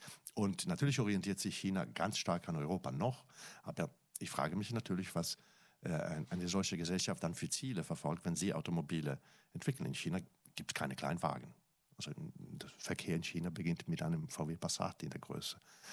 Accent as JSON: {"language": "German", "country": "Italy", "second_language": "German", "moved": "yes", "lives_now": "Germany", "said": "Als ich als Italiener irgendwann nach Deutschland kam, wollte ich gerne Generalist sein."}